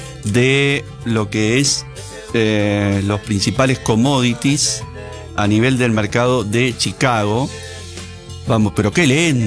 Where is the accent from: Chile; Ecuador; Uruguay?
Uruguay; los uruguayos no precisamos visa con el documento uruguayo